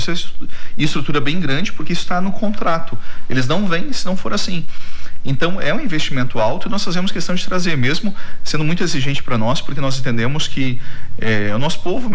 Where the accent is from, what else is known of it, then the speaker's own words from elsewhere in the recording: Brazil; moved away; Eu sou do interior.